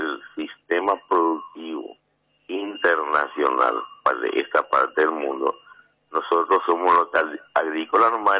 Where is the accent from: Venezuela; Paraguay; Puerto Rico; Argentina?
Paraguay; nosotros que somos los paraguayos